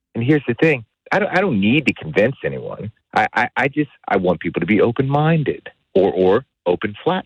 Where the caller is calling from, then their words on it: Blacksburg, Virginia, United States; I'm from Blacksburg.